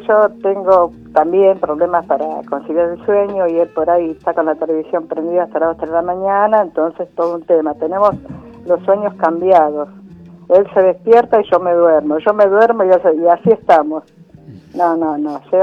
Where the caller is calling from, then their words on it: Mar del Plata, Buenos Aires Province, Argentina; De acá, de Mar del Plata.